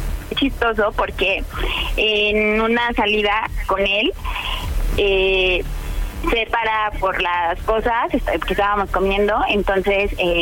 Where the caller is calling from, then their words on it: Mexico City, Mexico; Tengo 26 años. Soy de aquí, de la Ciudad de México, de Iztapalapa.